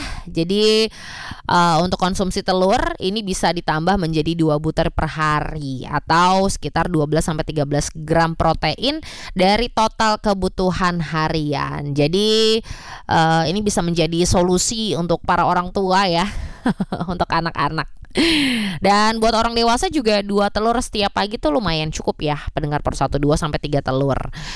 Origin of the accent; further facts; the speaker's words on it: North Sumatra, Indonesia; Saya ini orang Batak, tapi saya suka sekali loh makan pempek.